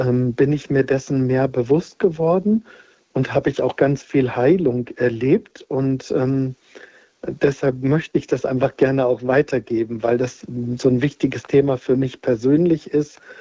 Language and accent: German; Northern Germany, Germany; moved away as an adult; now in Hochaltingen, Germany; also ich bin 58 Jahre alt und ich komme aus Norddeutschland und bin Priester des Bistums Osnabrück.